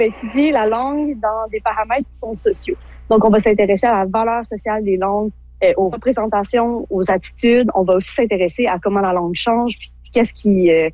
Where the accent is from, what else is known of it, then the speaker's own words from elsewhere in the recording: Val-d'Or, Quebec, Canada; J'ai grandi à Val-d'Or